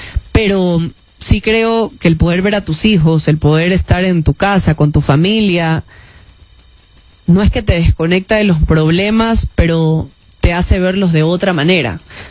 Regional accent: Ecuador; como ecuatorianos también tenemos conversaciones de el país.

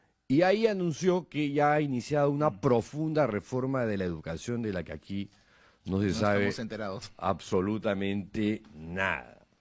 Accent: Peru; una de las cosas que a mí en lo personal me ha indignado como peruano

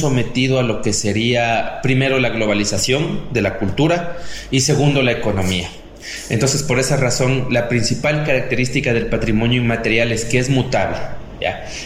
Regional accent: Ambato, Tungurahua, Ecuador; yo soy de Ambato, de la parroquia Huachigrande, perdón, del barrio Huachigrande. En la parroquia en la que yo habito específicamente hay una gran cantidad de migrantes lojanos, de Macará específicamente

